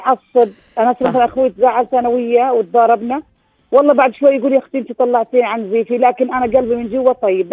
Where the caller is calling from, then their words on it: Jordan; أنا أردنية وبدوية من بني صخر